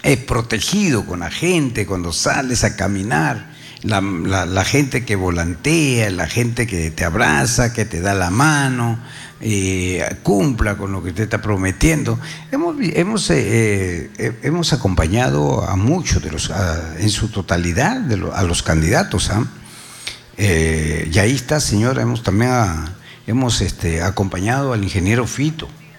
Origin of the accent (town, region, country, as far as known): Talara Province, Piura, Peru